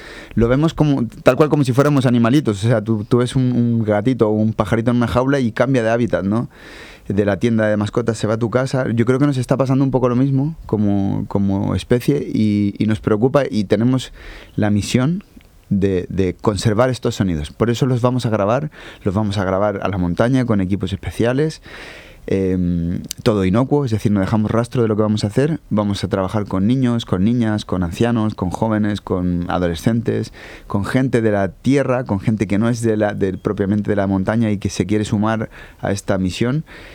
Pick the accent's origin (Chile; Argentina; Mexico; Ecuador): Chile; Santiago, Santiago Metropolitan Region; now in Santander, Spain; Santander, bueno, yo no soy santanderino de nacimiento, soy solamente santanderino de adopción. Vengo de Santiago de Chile.